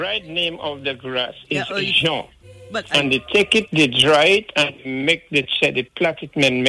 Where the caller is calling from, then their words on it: St. Lucia; I'm from Monrepo.